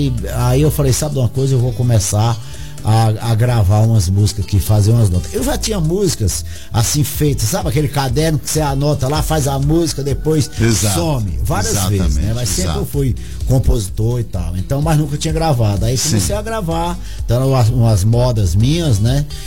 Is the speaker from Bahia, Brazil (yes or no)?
no; Brasília, Federal District, Brazil; born there; also born or lived in Nova Russa, Ceará